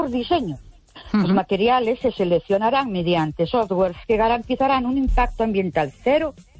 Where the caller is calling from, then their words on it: Ourense, Galicia, Spain; Buenas noches … de Ourense.